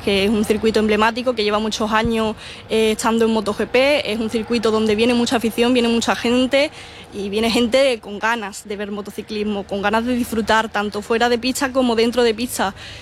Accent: Spain

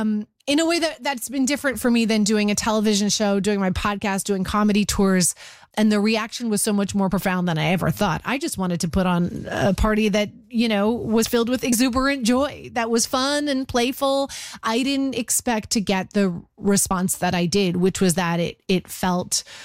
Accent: Canada; we're all Canadian women who kind of grew up in the same era.

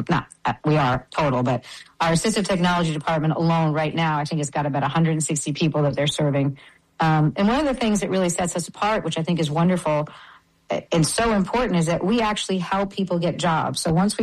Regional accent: New York, United States; also born or lived in Brazil; I'm born and raised in New York. I was born partially, I mean, I was raised, you know, a lot in Brazil because my mother is Brazilian.

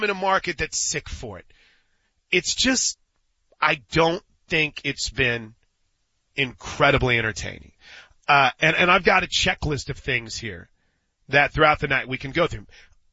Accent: Missouri, United States; I lived in I grew up just outside of St. Louis, and St. Louis wasn't really an NBA mecca, right?

